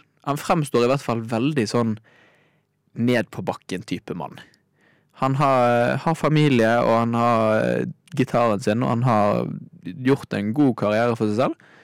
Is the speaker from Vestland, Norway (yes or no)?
yes; Bergen, Vestland, Norway; Jeg er en bygutt fra Bergen.